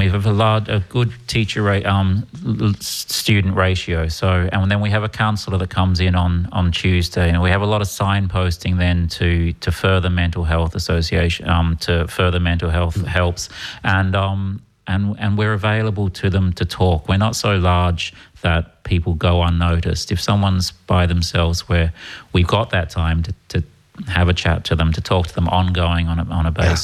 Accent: Perth, Western Australia, Australia; now in Ireland

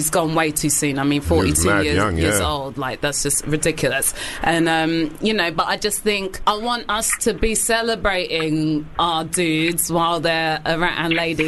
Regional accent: London, United Kingdom; to me as a Londoner from the outside, it just sounds like New York.

